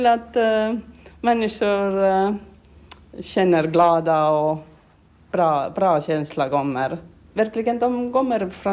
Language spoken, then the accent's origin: Swedish; Tallinn, Harju County, Estonia; now in Sweden